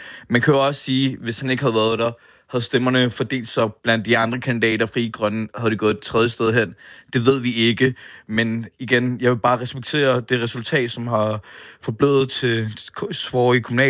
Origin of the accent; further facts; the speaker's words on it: Copenhagen, Capital Region of Denmark, Denmark; Opvokset på Nørrebro, været her mange år.